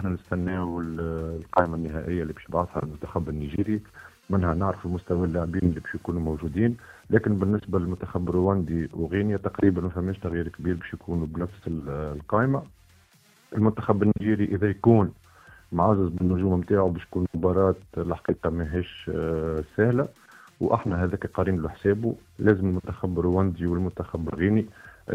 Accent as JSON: {"language": "Arabic", "country": "Tunisia"}